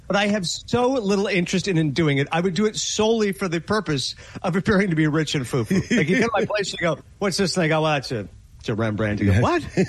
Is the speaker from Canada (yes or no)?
yes; Canada; Growing up in Canada, we get snow.